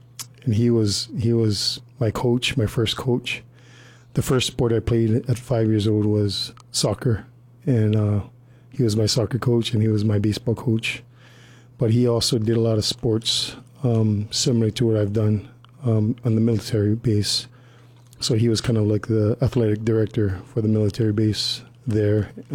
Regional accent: Colorado Springs, Colorado, United States; now in Hawaii, United States; So much of my childhood was in Colorado Springs, and we moved here to, we moved back to Hawaii when I was about 11, 12 years old.

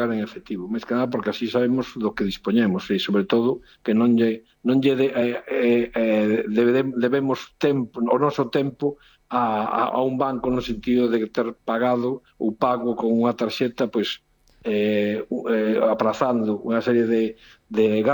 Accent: Lugo, Galicia, Spain; como no meu caso meu, que son de Lugo, e aquí temos o San Froilán

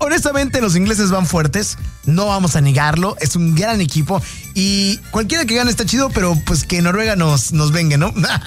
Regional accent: Mexico; a mí como mexicano me da mucha risa

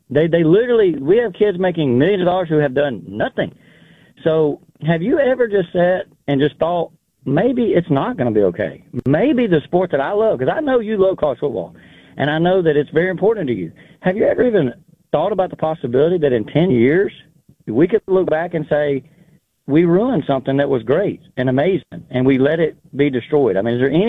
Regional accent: Alabama, United States; Most people born and raised right here in Alabama, we care way more about college football than we do the NFL.

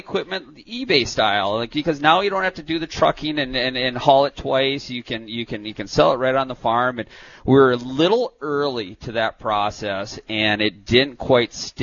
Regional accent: Minnesota, United States; moved away as an adult; now in North Dakota, United States; I grew up in West Central Minnesota.

